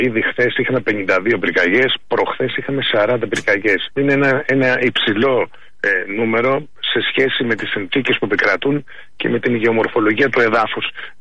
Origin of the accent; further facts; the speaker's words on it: Greece; στην πατρίδα μου